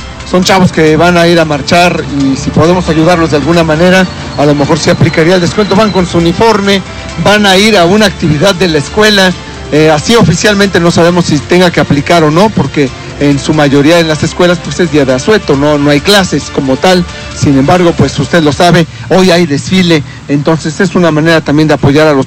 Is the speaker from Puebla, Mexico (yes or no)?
yes; Puebla, Mexico; nosotros también como poblanos